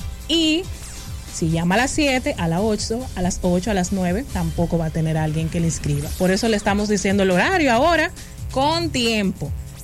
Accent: Dominican Republic; somos dominicanos

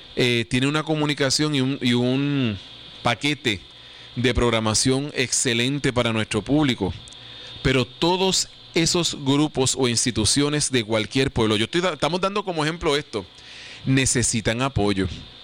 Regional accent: San Germán, Puerto Rico; Y somos aquí originarios de San Germán

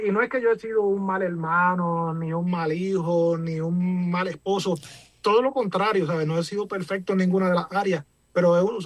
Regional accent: San Sebastián, Puerto Rico; la gente del oeste, que es de donde yo vengo. Yo soy natural de San Sebastián.

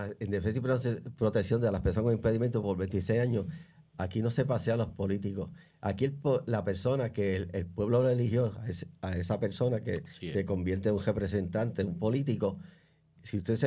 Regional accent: Toa Alta, Puerto Rico; yo en mi pueblo de Toa Alta

